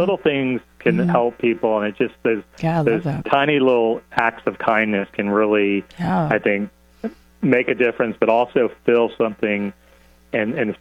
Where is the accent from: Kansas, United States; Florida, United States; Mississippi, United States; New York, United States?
Florida, United States; but, you know, I'm born and raised in Central Florida